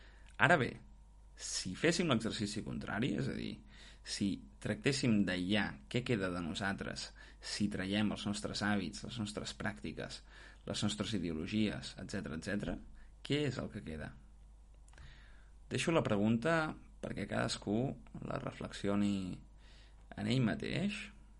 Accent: Catalonia, Spain; possiblement a continuació doncs diria que sóc un noi de 26 anys i potser per acabar doncs afegiria que sóc català

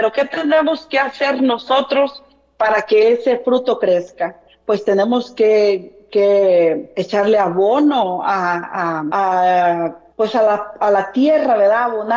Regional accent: Rioverde, San Luis Potosí, Mexico; nosotros éramos casi los últimos de los que vivían ahí en mi pueblito, porque pues nosotros somos de un rancho de allá de Río Verde, por allá un ranchito lagartijero, y pues nosotros casi éramos la última casa

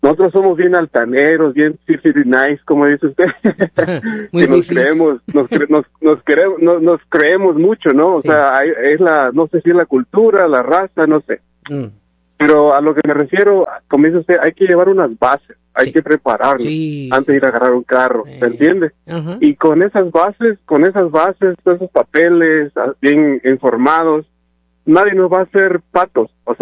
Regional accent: Chiapas, Mexico; un saludo para toda la gente de Chiapas, porque soy de Chiapas.

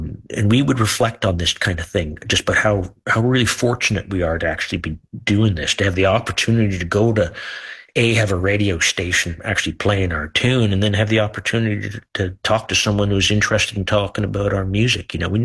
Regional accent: Kingston, Ontario, Canada; We're just guys from Kingston, Ontario.

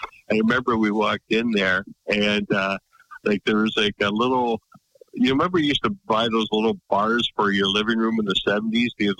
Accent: Guelph, Ontario, Canada; I grew up in Guelph, and then somehow, like I went to Mohawk College down near Hamilton.

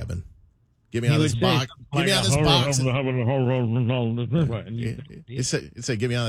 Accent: Memphis, Tennessee, United States; I'm from Memphis, Tennessee, just like … without the arrest.

